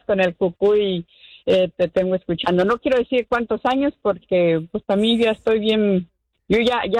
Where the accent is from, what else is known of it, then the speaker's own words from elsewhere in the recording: Chapala, Jalisco, Mexico; moved away as an adult; now in United States; Somos originarios de Chapala